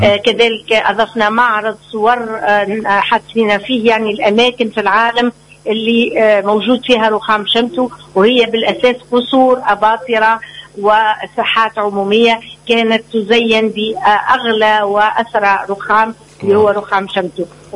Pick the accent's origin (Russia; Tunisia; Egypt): Tunisia; متحف يعني من أجمل ما عندنا في تونس ومن أروع المتاحف.